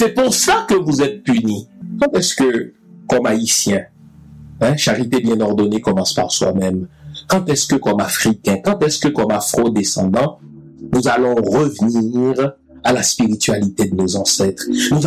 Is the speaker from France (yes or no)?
no; Haiti; Je suis haïtien, je suis un vaudouologue, j'ai étudié le vaudou.